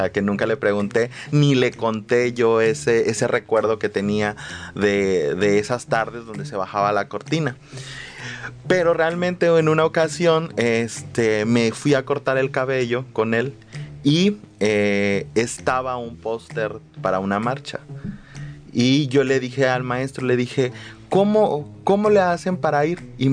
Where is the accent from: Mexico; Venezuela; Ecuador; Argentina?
Mexico; Petaquillas, Guerrero; born there